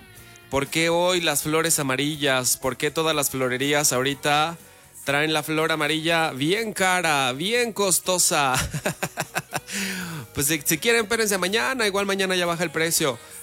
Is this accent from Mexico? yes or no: yes; Mexico